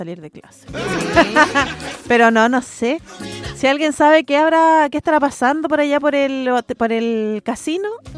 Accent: Chile; Soy una chilena

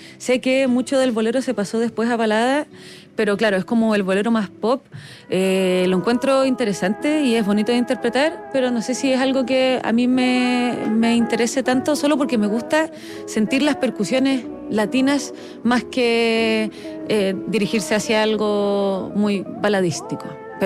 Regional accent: Punta Arenas, Magallanes and Chilean Antarctica, Chile; Yo que vengo de Punta Arenas

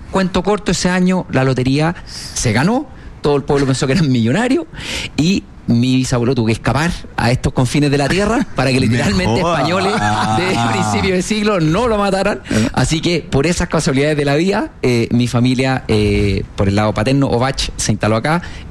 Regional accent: Chile; como la gran mayoría de los chilenos, una parte importante, somos descendientes españoles

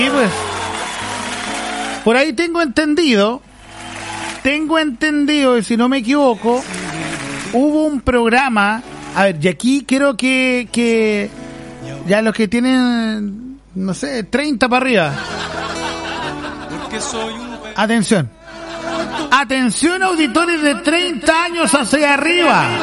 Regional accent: Río Negro, Los Lagos, Chile; now in Los Ángeles, Chile; allá donde crecí yo, en Río Negro

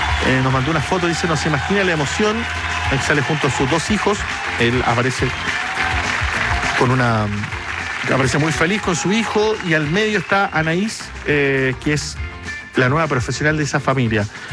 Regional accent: Punta Arenas, Magallanes, Chile; ojalá que lo disfrutes ir a ver a Magallanes, Punta Arenas, lindo lugar. Mi ciudad natal

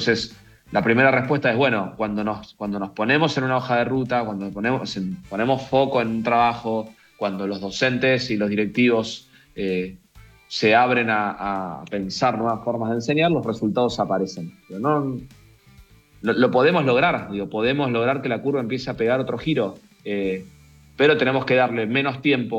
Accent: Argentina; no hay ningún impedimento para que nosotros como argentinos lo podamos hacer.

